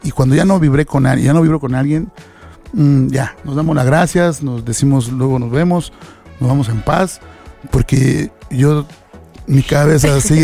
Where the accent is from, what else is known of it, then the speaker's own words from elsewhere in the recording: Mexico; Realmente somos mexicanos